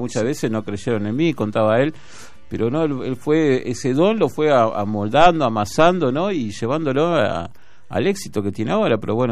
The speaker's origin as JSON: {"language": "Spanish", "country": "Argentina"}